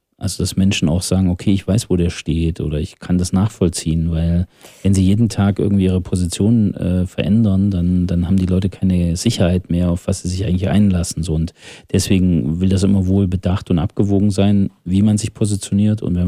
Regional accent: Thuringia, Germany; dass wir als Thüringer schon immer darauf angewiesen waren, dass Menschen zu uns gekommen sind

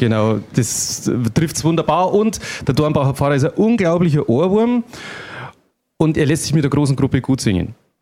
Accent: Bavaria, Germany; Genau, wobei ich komme ja aus Oberbayern und die Dialekte sind sehr eng verwandt.

